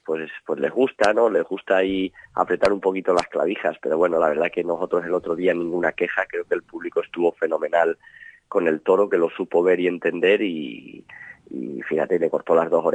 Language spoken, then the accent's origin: Spanish; Salamanca, Castile and León, Spain; para los que somos salmantinos